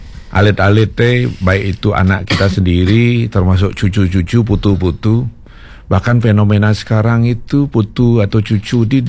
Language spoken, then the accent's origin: Indonesian; Bali, Indonesia; Termasuk jati diri sebagai warga Bali, masyarakat Bali